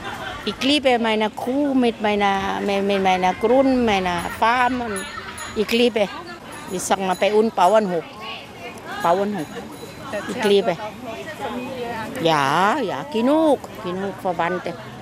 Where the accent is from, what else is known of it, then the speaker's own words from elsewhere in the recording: Thailand; German is a second language; moved away; In Pension gehe in Thailand, bleibe in Thailand leben. Ja, ist meine Heimat.